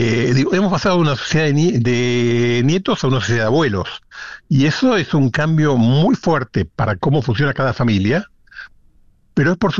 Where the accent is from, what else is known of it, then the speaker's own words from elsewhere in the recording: Rosario, Santa Fe, Argentina; born there; Cuando yo nací en Rosario hace 60 y pico de años